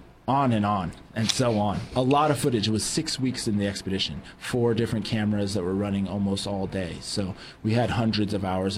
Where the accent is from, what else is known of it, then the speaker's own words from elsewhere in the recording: San Luis Obispo, California, United States; I grew up in San Luis Obispo, so I want to make that music